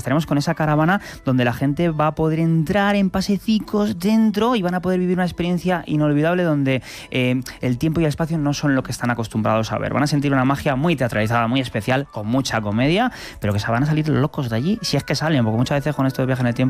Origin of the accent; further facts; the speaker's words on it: Tizneros, Castile and León, Spain; Yo soy de Tizneros, un pueblo de Segovia, ¿entiendes?